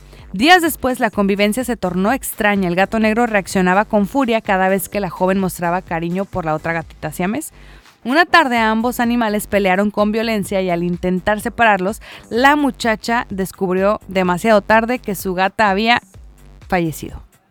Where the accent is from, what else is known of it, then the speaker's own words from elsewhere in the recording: Mexico; siendo mexicanos